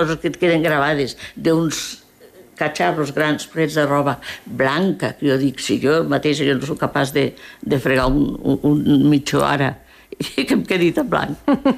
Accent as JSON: {"language": "Catalan", "country": "Andorra", "tie": "born there", "second_language": "Catalan", "said": "Amb 8 anys jo llegia i escrivia perfectament, vaig aprendre el català, bueno, el català per suposat, perquè era el meu idioma, per mi. Jo estava aquí a Andorra i havia de parlar català amb les amigues i amb tothom."}